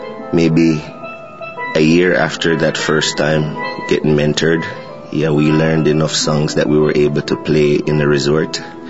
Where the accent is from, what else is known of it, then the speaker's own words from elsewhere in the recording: Montego Bay, Saint James, Jamaica; The first time I heard steel pans was in my hometown, called Norwood in Montego Bay.